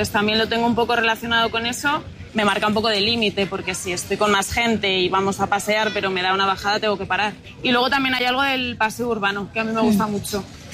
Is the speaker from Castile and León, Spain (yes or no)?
yes; Segovia, Castile and León, Spain; Pues te diría que Madrid. Sí, sí, yo soy de Segovia.